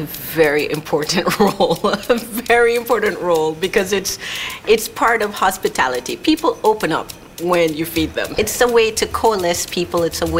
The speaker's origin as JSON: {"language": "English", "town": "Mandeville", "region": "Manchester", "country": "Jamaica", "said": "I'm from the beautiful island of Jamaica in Mandeville in the parish of Manchester."}